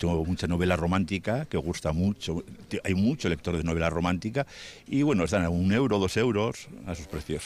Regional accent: Bilbao, Basque Country, Spain; Bueno, yo vengo de Bilbao

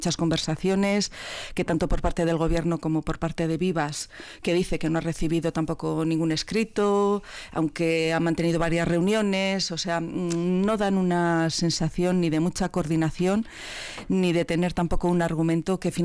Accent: Basque Country, Spain; Entonces, pues como vasca, como ciudadana, a mí sí me gustaría seguir significándome en este sentido solidario

